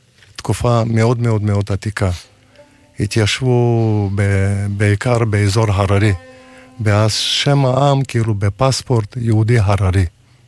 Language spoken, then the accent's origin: Hebrew; Dagestan, Russia; first language Judeo-Tat (Juhuri); Hebrew is a second language; moved away; also born or lived in Derbent; יליד דגסטן